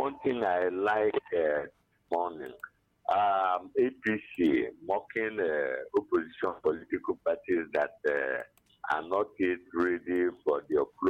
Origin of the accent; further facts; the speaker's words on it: Enugu, Enugu State, Nigeria; Problem going on in Nigeria. … I come from Enugu.